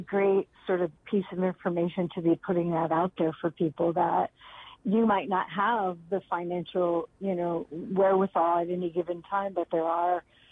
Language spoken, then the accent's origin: English; California, United States; I think that's where my limitation comes is that I'm a Californian and I know what's available here